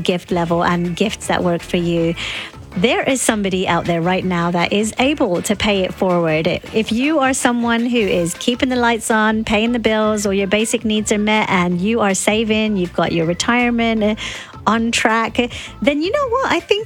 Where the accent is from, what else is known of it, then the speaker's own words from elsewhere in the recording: Seattle, Washington, United States; also born or lived in New Zealand / Europe / Central America; I grew up in Seattle and have listened to your show from afar for many years while living overseas in New Zealand, Europe, and Central America.